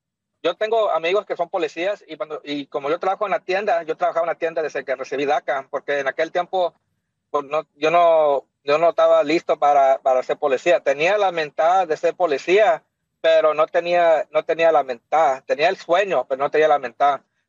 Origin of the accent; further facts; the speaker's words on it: Mexico; born there; Mi madre dijo que yo nací en México y por eso no tenemos papeles para trabajar así